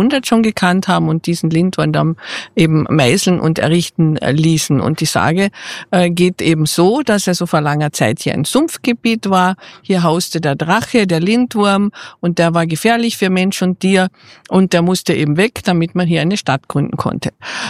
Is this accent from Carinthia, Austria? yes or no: yes; Carinthia, Austria; Das laissez-faire, leilossen, sagt man bei uns in Kärnten.